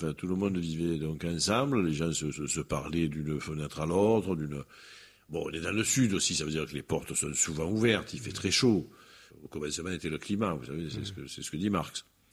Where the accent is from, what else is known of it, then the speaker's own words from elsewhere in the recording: Marseille, Provence-Alpes-Côte d'Azur, France; Et je n'étais même pas marseillais, j'étais de l'Estac, enfin, j'étais de ce quartier-là.